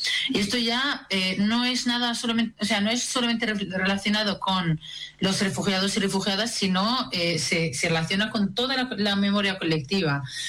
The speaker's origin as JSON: {"language": "Spanish", "region": "West Bank", "country": "Palestine", "tie": "born or raised there", "moved": "as an adult", "lives_now": "Spain", "said": "Así que yo he vivido toda mi infancia y mi juventud en Palestina. Luego salí para estudios, o sea, estoy en España terminando ahora el doctorado."}